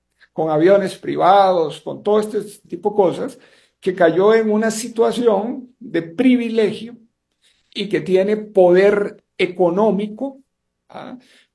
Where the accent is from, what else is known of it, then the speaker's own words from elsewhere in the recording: Costa Rica; yo me siento costarricense